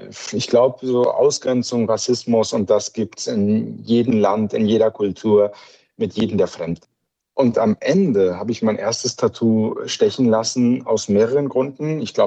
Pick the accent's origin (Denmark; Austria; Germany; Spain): Spain; born or raised there